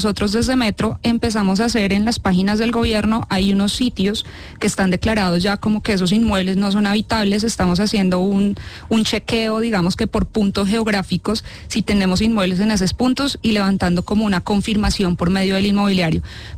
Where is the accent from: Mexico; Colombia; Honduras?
Colombia; creo que hemos reaccionado muy bien en diferentes situaciones que nos lo han pedido como colombianos.